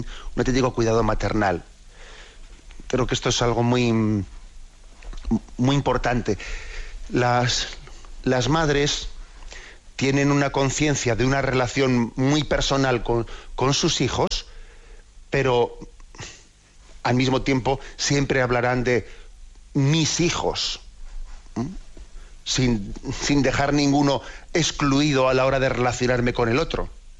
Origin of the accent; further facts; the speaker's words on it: Basque Country, Spain; que yo soy vasco, ¿no? Pues en el idioma vasco no se suele decir mi padre o mi madre